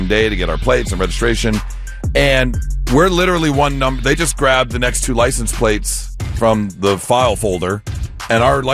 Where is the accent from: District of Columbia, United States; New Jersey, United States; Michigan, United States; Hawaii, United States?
Michigan, United States; now in Ohio, United States; growing up in Michigan